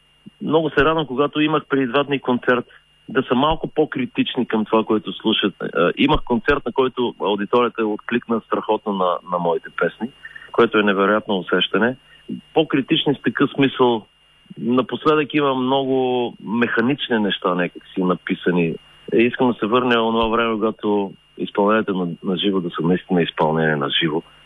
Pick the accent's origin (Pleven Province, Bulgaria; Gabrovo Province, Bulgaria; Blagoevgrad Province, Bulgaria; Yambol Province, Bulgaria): Blagoevgrad Province, Bulgaria; Gotse Delchev; also born or lived in Flensburg, Germany